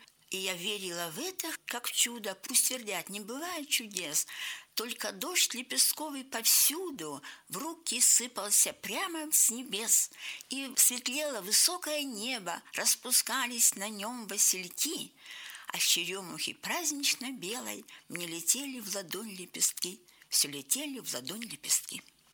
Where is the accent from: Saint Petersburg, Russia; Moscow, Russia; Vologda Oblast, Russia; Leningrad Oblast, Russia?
Vologda Oblast, Russia; Vologda; Я уже написала много стихов о Вологде, потому что это мой родной город.